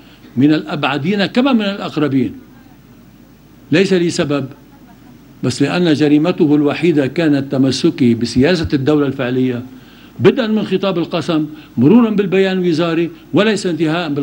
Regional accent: Bsharri, North Governorate, Lebanon; also born or lived in Deir al-Ahmar; يوم ترعرعت في الشيعة، أنا ابن بشري ودار الأحمر، الواقعتين على كتف البقاع وفي قلبه،

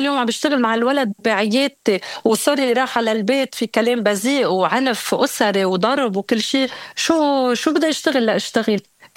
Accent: Lebanon; نحن كشعب لبناني بشكل عام شعب قلق، عايشين من حرب لحرب لحرب ما بنخلص

